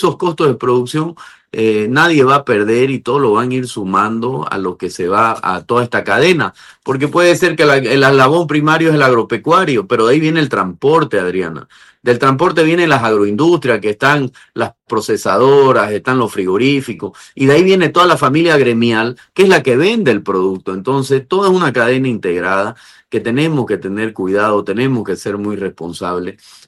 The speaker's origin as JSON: {"language": "Spanish", "country": "Bolivia", "said": "Bolivia está por llegar al verano, está por entrar la primavera, y nosotros como bolivianos, no como Santa Cruz, como Bolivia, sembramos un poco más de 3 millones de hectáreas"}